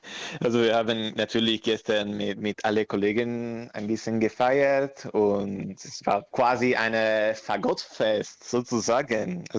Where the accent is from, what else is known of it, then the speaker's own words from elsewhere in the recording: Parma, Emilia-Romagna, Italy; German is a second language; ich komme aus Parma